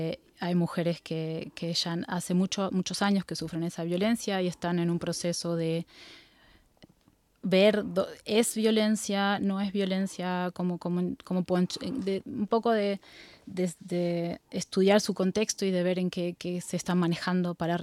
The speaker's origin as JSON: {"language": "Spanish", "region": "Buenos Aires Province", "country": "Argentina", "tie": "born or raised there", "lives_now": "Europe"}